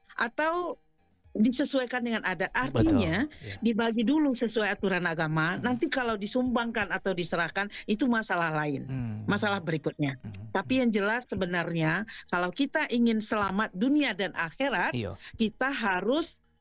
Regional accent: West Sumatra, Indonesia; karena kita orang Minang, adek basandi sarak, sarak basandi kita pula.

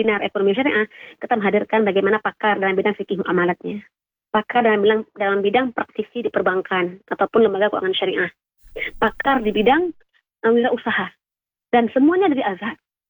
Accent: Aceh, Indonesia; Misalkan saya dari Aceh jadi ketua dua pusat.

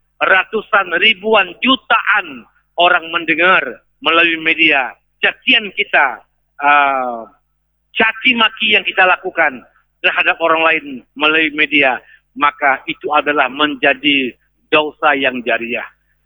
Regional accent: Aceh, Indonesia

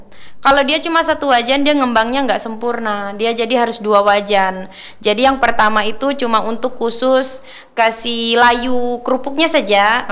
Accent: Java, Indonesia; kita orang Jawa

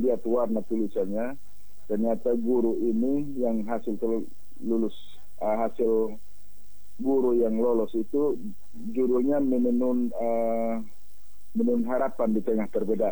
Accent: East Nusa Tenggara, Indonesia; born there; di tempat kelahiran saya di Kabupaten TTS

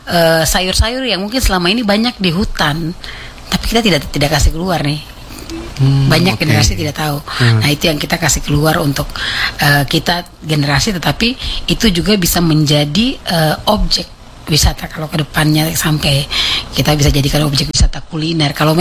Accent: Southwest Papua, Indonesia; kayak kita suku MOI

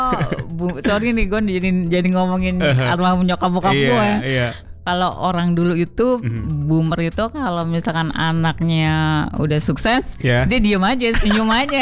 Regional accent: Java, Indonesia; now in Jakarta, Indonesia; saya orang Jawa, suka dengan filosofi Jawa.

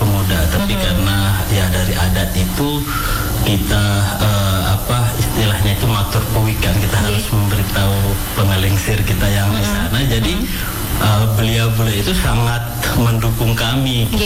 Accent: West Nusa Tenggara, Indonesia

